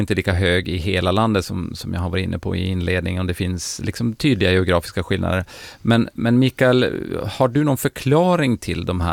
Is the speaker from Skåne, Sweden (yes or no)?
no; Norrbotten County, Sweden; eftersom jag är norrbottning.